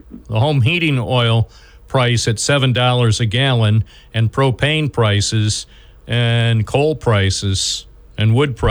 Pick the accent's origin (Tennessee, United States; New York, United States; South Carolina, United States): New York, United States; born there; I was born in New York. I'm staying here.